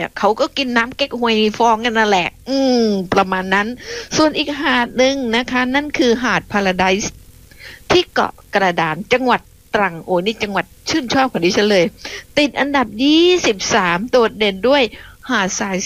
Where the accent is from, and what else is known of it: Phuket, Thailand